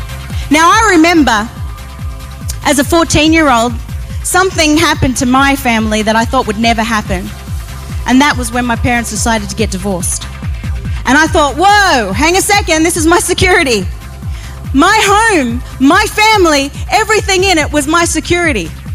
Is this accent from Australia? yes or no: yes; Australia; I'm Australian.